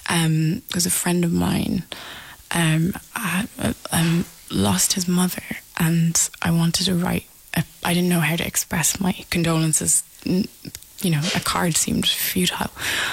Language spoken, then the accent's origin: English; Leinster, Ireland; I'm actually from Kildare, which is a county right beside Dublin, known for racehorses, kind of suburban place.